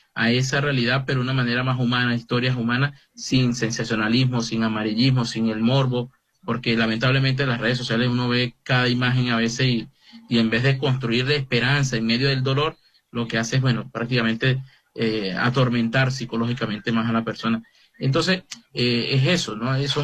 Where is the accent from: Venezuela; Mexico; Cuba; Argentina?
Venezuela; Barinas; Yo recuerdo cuando la traje Vargas en Barinas, que yo soy nativo de Barinas